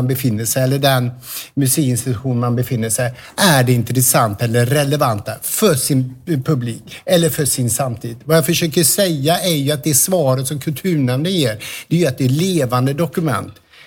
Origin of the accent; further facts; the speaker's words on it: Falköping, Västra Götaland County, Sweden; oavsett om det är min hemstad Falköping eller om det är en större geografi